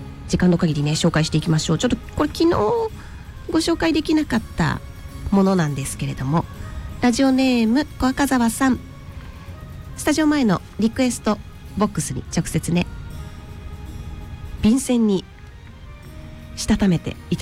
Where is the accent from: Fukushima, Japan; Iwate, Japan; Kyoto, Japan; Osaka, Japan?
Iwate, Japan; Yamada; 私のふるさとお隣山田町